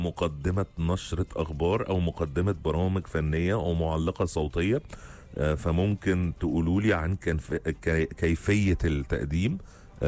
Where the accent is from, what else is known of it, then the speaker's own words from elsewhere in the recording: Mansoura, Dakahlia, Egypt; مساء الفل على كل مصري. … من المنصورة.